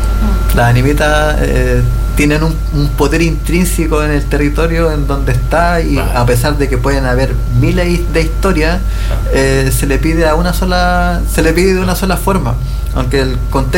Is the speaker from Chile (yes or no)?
yes; Chile